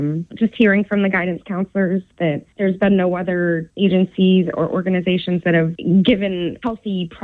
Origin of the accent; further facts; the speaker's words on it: Andover, New Hampshire, United States; I grew up in Andover. It's a gorgeous little country town.